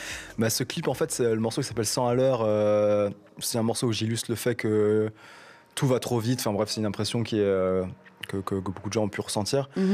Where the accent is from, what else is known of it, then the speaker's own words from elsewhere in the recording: Grand Est, France; moved away as an adult; je viens d'Alsace. Moi, je viens de l'Est de la France. Et du coup, j'habite ici depuis 7 ans.